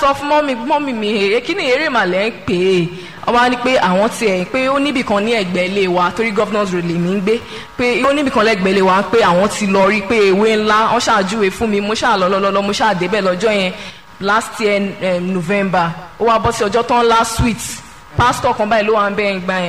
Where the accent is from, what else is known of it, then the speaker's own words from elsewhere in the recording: Igando, Lagos, Nigeria; Mo wá láti Igando ní Èkó.